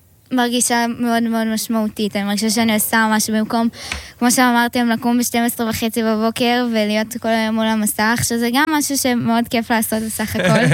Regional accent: Northern District, Israel; אני מרמת הגולן.

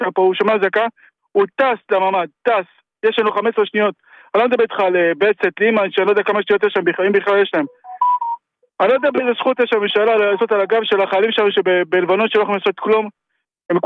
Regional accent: Nahariya, Northern District, Israel; born there

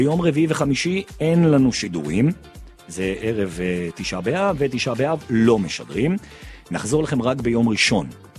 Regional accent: Jerusalem, Jerusalem District, Israel; לא משנה, גם כירושלמי זה מוסיף לי יותר

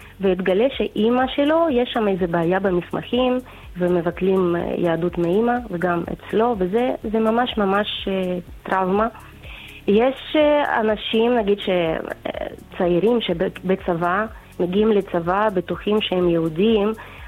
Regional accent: Ukraine; Hebrew is a second language; moved away as an adult; also born or lived in Uman, Ukraine; now in Eilat, Israel; כאילו שאני לא בעצם יהודיה לפי מסמכים, למרות שגרתי באוקראינה ושנתיים גרתי באומן

